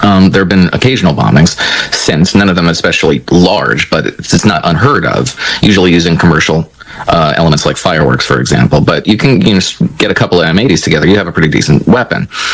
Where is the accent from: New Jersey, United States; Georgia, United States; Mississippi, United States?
New Jersey, United States; Well, I grew up in Western New Jersey. I'm actually about 10 minutes away from my home that I grew up in as a kid